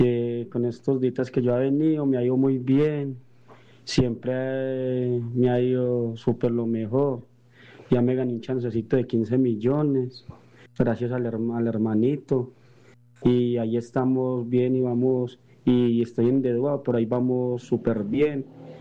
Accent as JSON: {"language": "Spanish", "town": "Santa Rosa de Cabal", "region": "Risaralda", "country": "Colombia", "said": "de Santa Rosa de Cabal."}